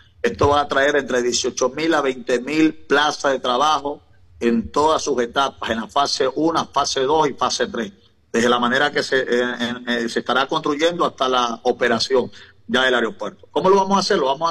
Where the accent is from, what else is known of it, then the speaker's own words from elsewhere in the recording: Chone, Manabí, Ecuador; moved away; usted es de Chones. Y yo también un tiempo tuve que salir de Chones, tuve que ir hasta el extranjero, tuve que salir en busca de nuevas oportunidades.